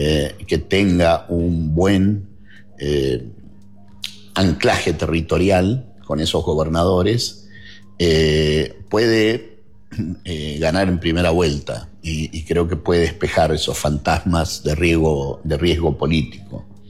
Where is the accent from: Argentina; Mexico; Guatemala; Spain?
Argentina